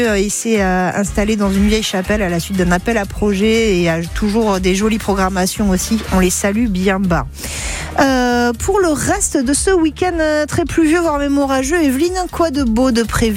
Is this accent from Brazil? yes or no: no; South-West France, France; moved away; Je suis originaire du Sud-Ouest